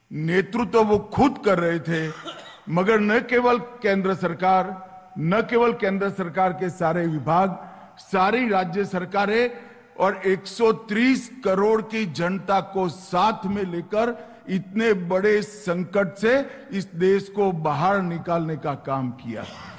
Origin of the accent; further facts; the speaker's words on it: Gujarat, India; मैं गुजरात से आता हूं